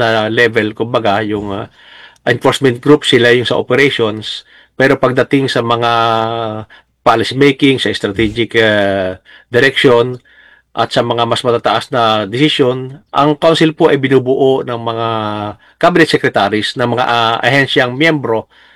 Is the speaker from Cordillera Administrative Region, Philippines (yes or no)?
no; Mabini, Calabarzon, Philippines; Ako po yung taga-Mabini, Batangas.